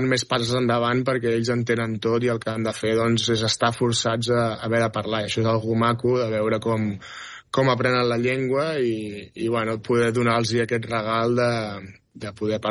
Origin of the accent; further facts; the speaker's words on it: Badalona, Catalonia, Spain; Perquè porto aquí ara 18 anys, els meus fills han nascut aquí, soc de Badalona i català